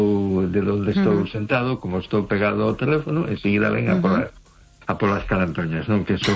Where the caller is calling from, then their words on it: A Coruña, Galicia, Spain; Buenas noches … de Coruña.